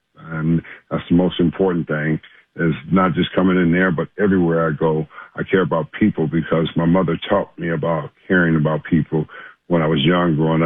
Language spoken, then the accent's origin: English; Los Angeles, California, United States; And because I'm born and raised in South Central, I know how to defend myself.